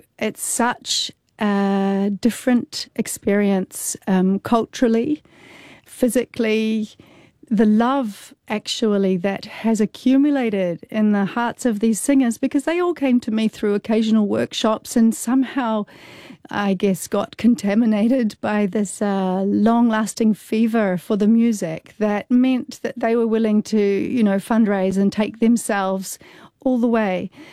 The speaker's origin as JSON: {"language": "English", "country": "New Zealand", "also_born_or_lived": "Bulgaria", "moved": "as an adult", "said": "And my experience as a Kiwi, who, you know, we're quite kind of, we don't like to shake the boat, and we smile at each other and we say, hello, how are you?"}